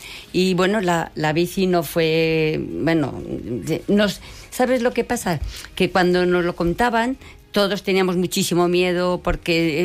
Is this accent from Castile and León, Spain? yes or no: yes; Briviesca, Castile and León, Spain; Y yo soy de Burros, bueno, de Briviesca.